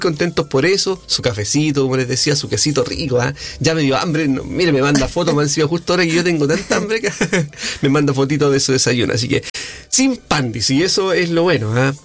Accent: Chile; a nosotros que somos chilenos.

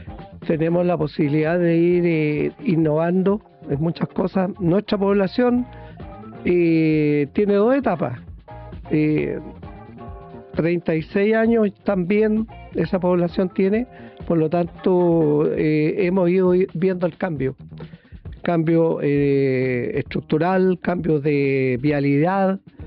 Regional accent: La Serena, Coquimbo, Chile; born there; also born or lived in Potrerillos, Atacama, Chile; now in Vicuña, Chile

